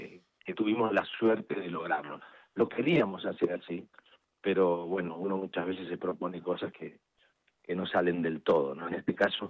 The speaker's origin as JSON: {"language": "Spanish", "region": "Entre Ríos", "country": "Argentina", "tie": "born there", "moved": "as an adult", "said": "Yo nací en Entre Ríos"}